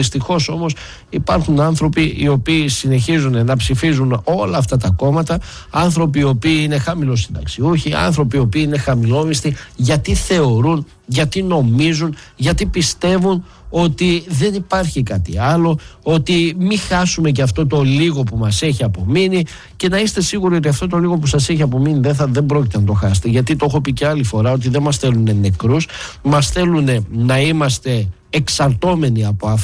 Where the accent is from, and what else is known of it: Greece